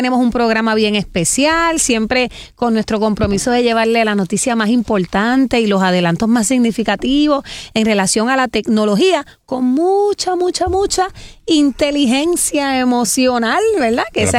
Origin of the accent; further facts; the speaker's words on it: Santa Isabel, Puerto Rico; somos de Isabel todo, ¿verdad?